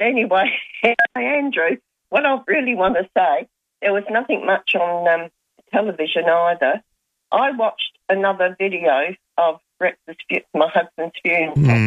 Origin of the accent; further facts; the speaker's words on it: Semaphore, South Australia, Australia; we're all from the Ethelton, Birkenhead, Semaphore kind of area.